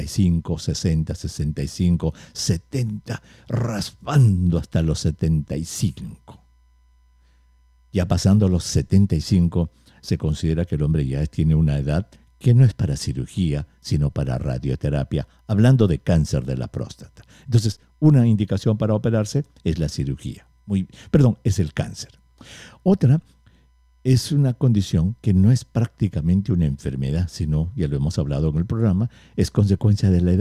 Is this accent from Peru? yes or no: yes; Peru; Somos peruanos.